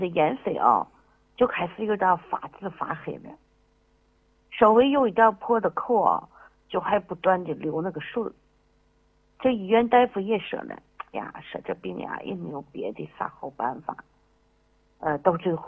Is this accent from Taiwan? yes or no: no; Xianyang, Shaanxi, China; 你也是这给我留一个名额，我是咸阳的。